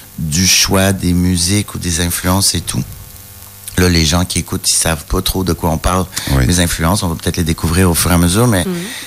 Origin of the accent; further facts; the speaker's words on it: Quebec, Canada; moved away as an adult; also born or lived in Saint-Inglevert, France; now in Lille, France; Je suis né au Québec. Je suis québécois. Et j'habite en France depuis 11 ans.